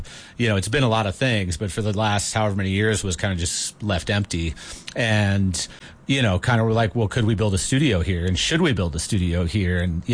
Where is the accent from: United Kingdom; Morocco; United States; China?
United States; Colorado; also born or lived in East Coast, United States; I moved back. I'm from Colorado originally. I was out on the East Coast. I moved back to Crested Butte in 2015